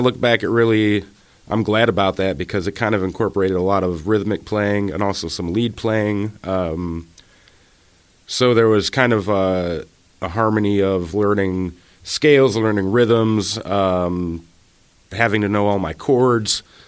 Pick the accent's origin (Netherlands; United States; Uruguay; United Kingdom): United States; Ohio; I'm from Cleveland. I grew up outside of Cleveland in a really small little town right on Lake Erie, which I'm living back in again now.